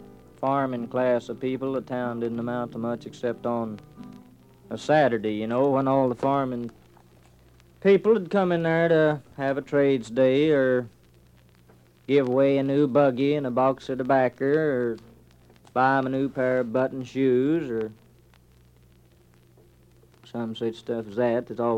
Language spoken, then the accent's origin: English; Okemah, Oklahoma, United States; born there; I was born there in July the 14th, 1912.